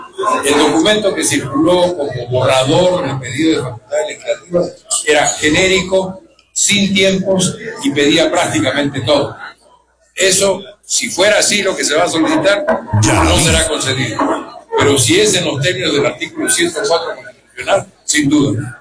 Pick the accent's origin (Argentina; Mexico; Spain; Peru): Peru; Arequipa; Soy arequipeño también